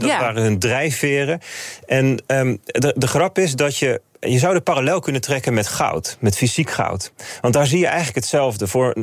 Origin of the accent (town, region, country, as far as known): Netherlands